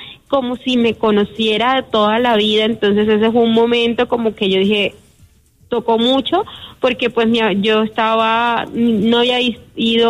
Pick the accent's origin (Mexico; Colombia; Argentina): Colombia; nosotros como colombianos entendamos el valor de esas cosas que nos hacen únicos